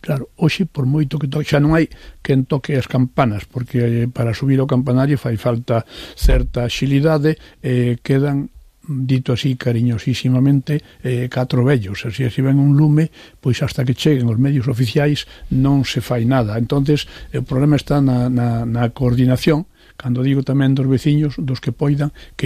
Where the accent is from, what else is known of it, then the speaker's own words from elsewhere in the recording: Sober, Galicia, Spain; born there; Mire, eu son nacín en Vigo, pero nacín en Sober.